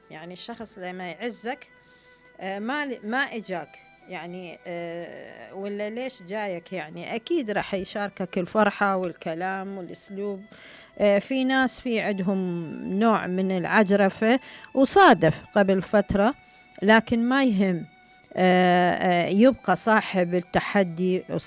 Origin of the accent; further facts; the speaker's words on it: Iraq; moved away; أنا أتكلم عن بلدي العراق